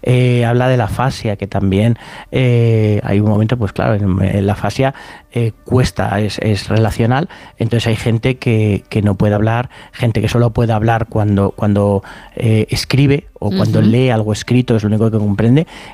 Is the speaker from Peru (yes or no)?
no; Spain